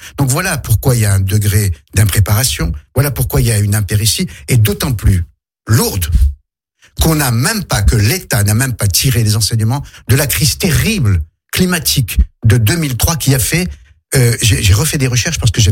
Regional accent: Algeria; now in France; Moi, quand je suis arrivé d'Algérie dans les années 70 en France, j'étais très heureux de découvrir les quatre saisons.

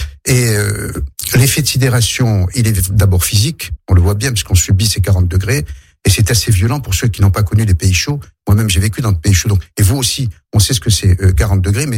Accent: Algeria; now in France; Moi, quand je suis arrivé d'Algérie dans les années 70 en France, j'étais très heureux de découvrir les quatre saisons

